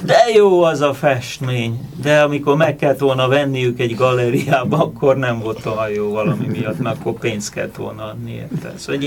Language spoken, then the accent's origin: Hungarian; Hungary; moved away; azt sem mondom, hogy amerikai vagyok, ha bár már többet éltem kint, mint idehaza.